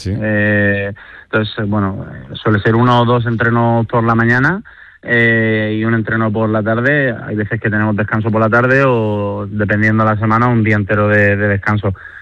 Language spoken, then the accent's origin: Spanish; Torrevieja, Valencian Community, Spain; yo empecé a remar en mi ciudad natal, en Torrevieja